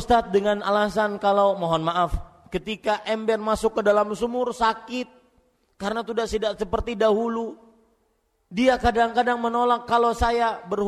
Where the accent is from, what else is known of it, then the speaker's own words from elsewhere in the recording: Banjarmasin, South Kalimantan, Indonesia; di Banjarmasin, kota saya